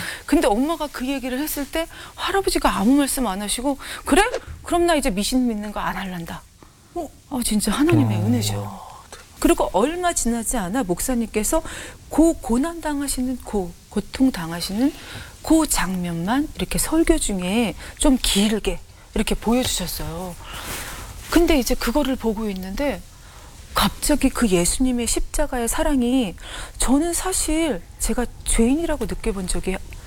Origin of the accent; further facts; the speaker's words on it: Ganghwa, Incheon, South Korea; 저는 강화에서 태어났어요.